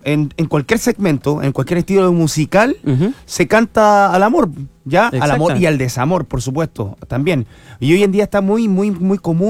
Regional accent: Antofagasta, Chile; Yo soy de Antofagasta, del norte. Vengo siempre a Santiago.

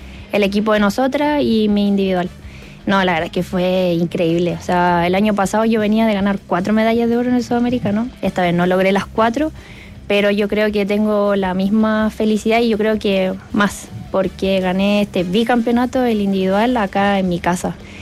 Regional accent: Chile; ganar en mi país

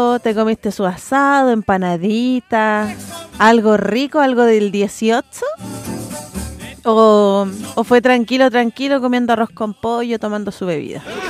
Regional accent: Chile; Celebrando el 18 como buena chilena

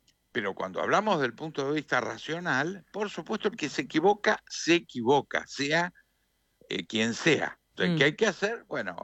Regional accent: Argentina; A mí me pongo colorado de vergüenza propia, porque yo soy argentino

